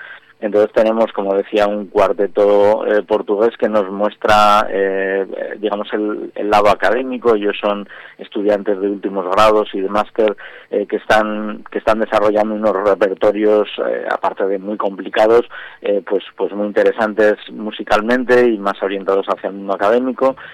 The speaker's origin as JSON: {"language": "Spanish", "country": "Spain", "said": "Nosotros en España, la bandurria es nuestro instrumento estrella y con el que nos identificamos"}